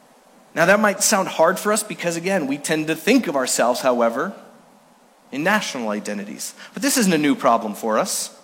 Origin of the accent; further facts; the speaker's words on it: Villach, Carinthia, Austria; I was born in Villach, Austria. It's down in the south side of Austria, about 20 minutes from Italy, because that's where my parents served as missionaries after being sent out by this church in 1980.